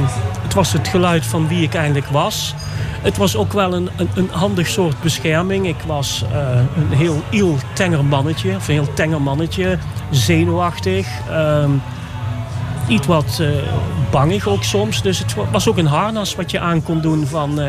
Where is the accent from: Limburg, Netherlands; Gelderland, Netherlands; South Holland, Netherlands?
Limburg, Netherlands; Venray; Ik kom uit Venray, Noord-Limburg. Dat ligt dicht bij de Duitse grens.